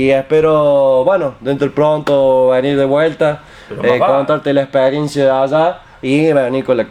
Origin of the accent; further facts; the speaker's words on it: Cruz del Eje, Córdoba, Argentina; Justamente en Cruz del Eje se arrastra mucho la R. Le decíamos el perro, los ravioles, la sopa, todo con eso.